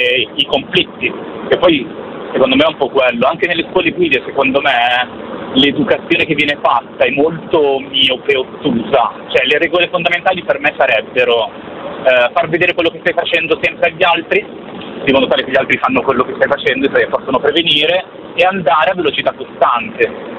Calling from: Monza, Lombardy, Italy; di Monza.

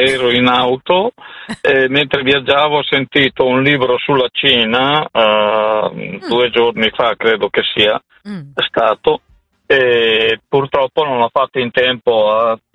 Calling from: Emilia-Romagna, Italy; chiamo da un paese di provincia di Reggio Emilia

